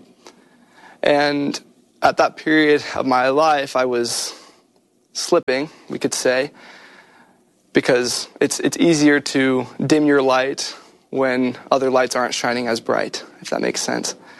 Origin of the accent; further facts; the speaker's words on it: Phoenix, Arizona, United States; I grew up in Phoenix, Arizona, but this particular suburb that I grew up in was not overly populated with members of the church